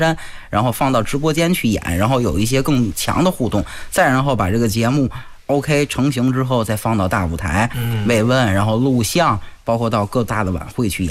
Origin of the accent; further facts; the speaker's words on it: Tianjin, China; 亚历山大，我们天津人，